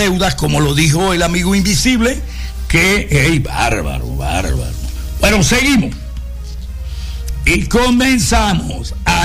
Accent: Venezuela

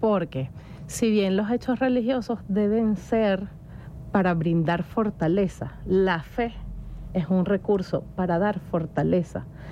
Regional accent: Venezuela

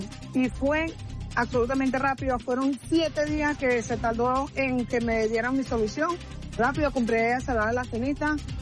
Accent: La Guaira, Venezuela; Soy nacida y criada aquí en La Guaira, y como dicen, de La Guaira no me voy.

